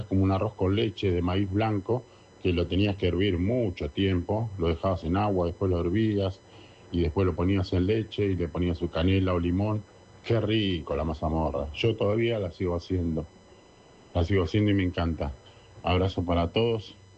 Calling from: Villa Madero, Buenos Aires Province, Argentina; de Villa Madero, panadero. Lo que recuerdo de las fechas patrias y hace 30, 40 años atrás, porque tengo 52

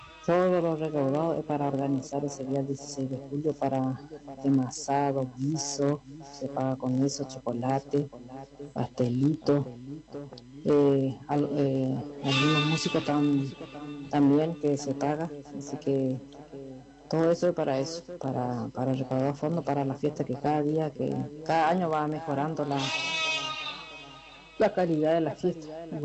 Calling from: Payubre Chico, Corrientes, Argentina; de acá de Payubre Chico.

